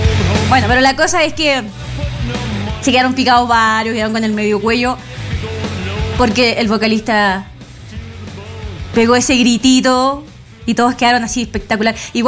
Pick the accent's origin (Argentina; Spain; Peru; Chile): Chile; me preguntaban, me decían, ¿vos sos chilena?